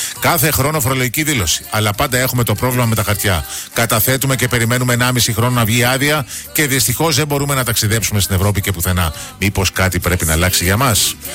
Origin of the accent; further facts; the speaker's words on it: Albania; Greek is a second language; moved away as an adult; now in Greece; Κατάγομαι από την Αλβανία. Έχω έρθει στην Ελλάδα από το 1992. Τότε με ένα μωρό μαζί μου